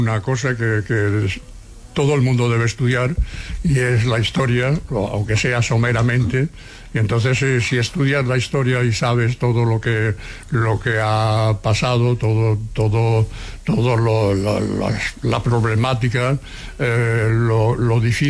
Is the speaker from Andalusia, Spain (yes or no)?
yes; Seville, Andalusia, Spain; now in Barcelona, Spain; nosotros cuando vinimos de Sevilla.